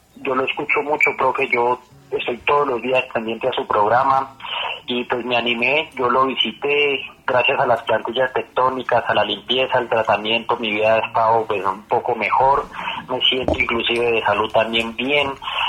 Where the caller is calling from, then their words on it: Segovia, Antioquia, Colombia; Lo estoy llamando de Segovia, Antioquia, profe, yo soy paciente de Medellín.